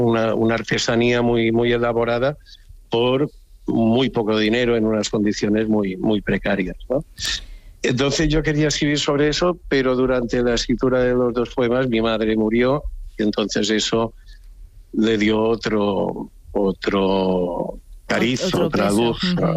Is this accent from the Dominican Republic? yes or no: no; Balearic Islands, Spain; yo soy mallorquín, vivo aquí en Mallorca